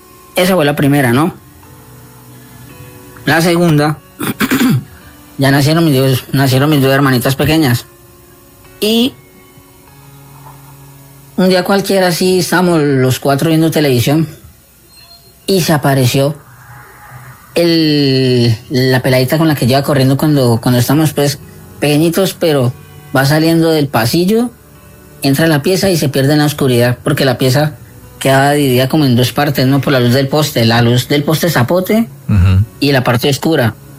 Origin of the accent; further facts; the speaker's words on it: Cali, Valle del Cauca, Colombia; Vivíamos en una casa de tres pisos aquí en Cali, en el barrio Guaval.